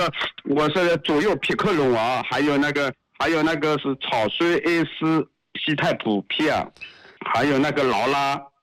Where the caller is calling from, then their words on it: Taizhou, Zhejiang, China; 我是台州人啊。